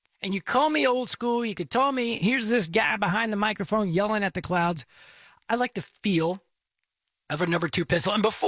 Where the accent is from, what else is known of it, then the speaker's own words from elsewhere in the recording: Texas, United States; I am from Texas. I am based in Texas.